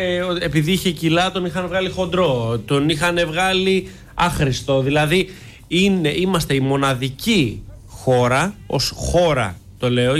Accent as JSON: {"language": "Greek", "country": "Greece"}